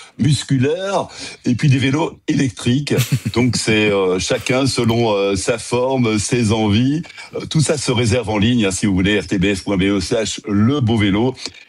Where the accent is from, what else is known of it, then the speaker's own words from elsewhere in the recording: Tournai, Wallonia, Belgium; je me penche aujourd'hui sur mon berceau, ma ville natale.